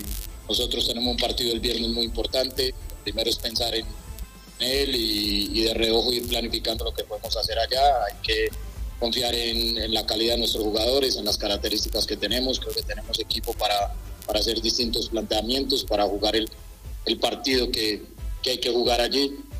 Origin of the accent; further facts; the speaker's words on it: Medellín, Antioquia, Colombia; moved away as an adult; also born or lived in Pereira; now in Bolivia; a mi país, a mi ciudad natal, Medellín, que lo sintió muy fuerte, y a una ciudad que quiero mucho como Pereira, donde viví, donde dirigí y donde tengo muchos amigos